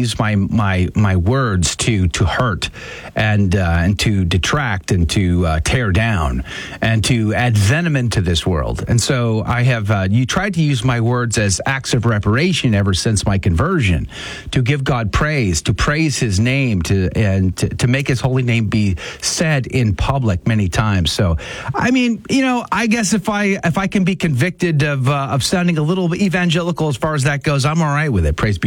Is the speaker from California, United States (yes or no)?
no; Texas, United States; I'm from Texas. That's my defense.